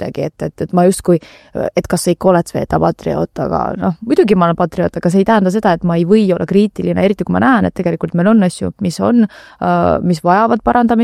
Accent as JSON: {"language": "Estonian", "town": "Tallinn", "region": "Harju County", "country": "Estonia", "tie": "born or raised there"}